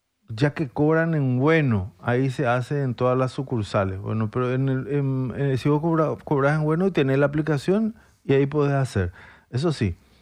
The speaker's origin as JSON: {"language": "Spanish", "town": "Itauguá", "region": "Central", "country": "Paraguay", "said": "Yo soy de Itagua y solamente en Capiatá."}